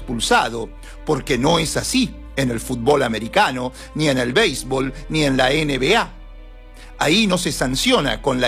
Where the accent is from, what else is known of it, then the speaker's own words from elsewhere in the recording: Argentina; le mostramos al mundo que somos argentinos